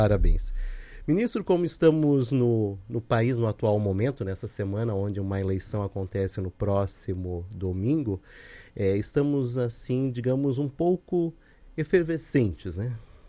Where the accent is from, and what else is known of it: Joinville, Santa Catarina, Brazil